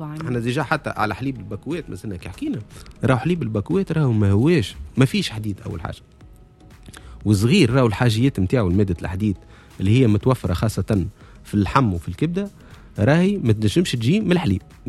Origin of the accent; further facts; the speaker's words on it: Sfax, Sfax Governorate, Tunisia; احنا من صفاقس